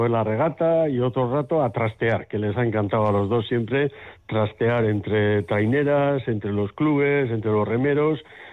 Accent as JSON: {"language": "Spanish", "town": "Zarautz", "region": "Basque Country", "country": "Spain", "moved": "yes", "lives_now": "Bilbao, Spain", "said": "Yo soy de Zarauz, vivo en Bilbao, mi mujer es de Bilbao"}